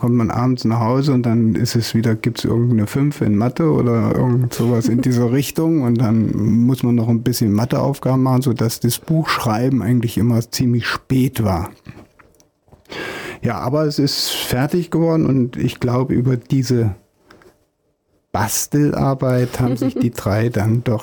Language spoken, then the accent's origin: German; Eschwege, Hesse, Germany; moved away; Ganz besonders freue ich mich natürlich, dass ich hier in Eschwege sein kann. Da sehe ich mal meine alte Heimat wieder.